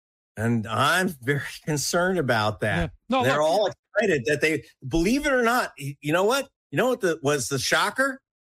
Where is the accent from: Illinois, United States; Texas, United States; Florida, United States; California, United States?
California, United States; Los Angeles; I come from Pacoima. I come from the poorest barrio in Los Angeles.